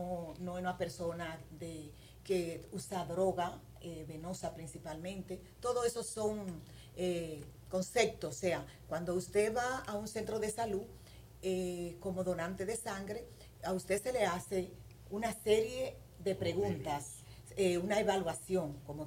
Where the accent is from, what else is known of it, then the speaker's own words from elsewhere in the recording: Dominican Republic; Nosotros no crecemos con esa cultura como dominicano